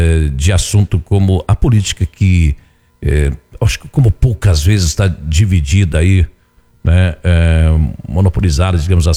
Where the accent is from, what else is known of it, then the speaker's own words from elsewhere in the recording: Iporã do Oeste, Paraná, Brazil; sou de Ipora do Oeste.